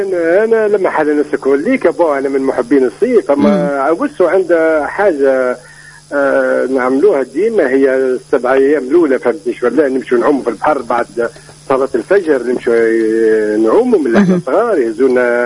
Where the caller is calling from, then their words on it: Gabès, Gabès Governorate, Tunisia; مستمع وفي من قادس